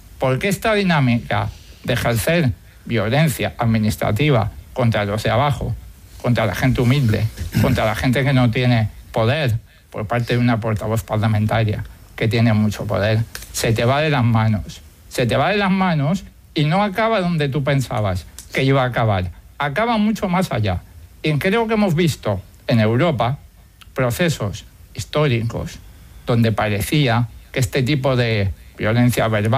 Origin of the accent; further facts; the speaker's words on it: Argentina; born there; Yo nací en Argentina, y en Argentina hay casas de España, casas de Asturias, casas de Galicia.